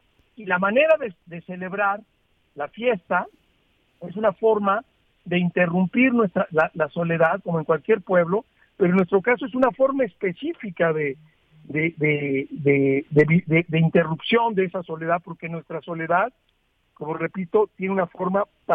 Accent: Mexico; Seguiremos siendo mexicanos, orgullosos de nuestros triunfos, pero también unidos por la derrota.

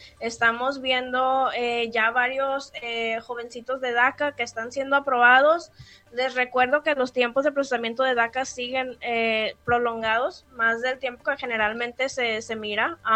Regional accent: Mexico; now in Dallas, United States; pues obviamente como buena mexicana

